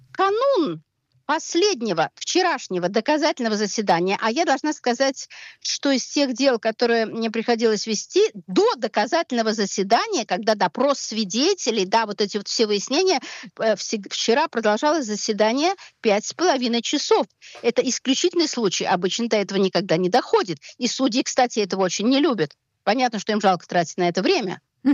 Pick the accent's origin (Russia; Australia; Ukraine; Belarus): Russia; now in Israel; я давно уехала из России, не могу сказать, насколько это в России сегодня допустимо